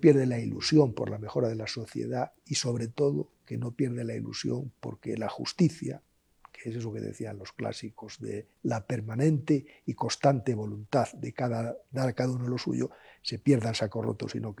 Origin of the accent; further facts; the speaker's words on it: A Coruña, Galicia, Spain; Salvador de Madariaga, que es un coruñés de mi tierra